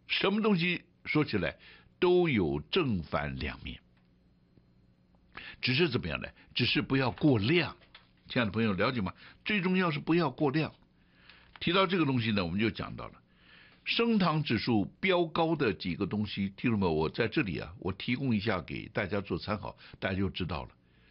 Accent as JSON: {"language": "Chinese", "country": "China", "said": "我们一般就是我们中国人早餐，老一辈的都是怎么样？稀饭配什么豆腐乳啦，配什么咸鸭蛋啦"}